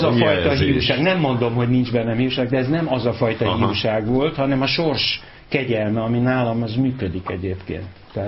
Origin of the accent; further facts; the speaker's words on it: Budapest, Hungary; born there; Kégolyó utcai szülészeti klinikán születtem